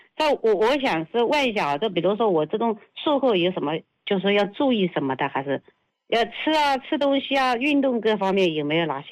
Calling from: Hangzhou, Zhejiang, China; 我是杭州这边。

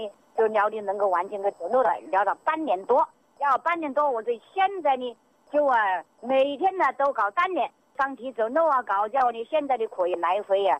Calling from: Xiantao, Hubei, China; …，我是…的。

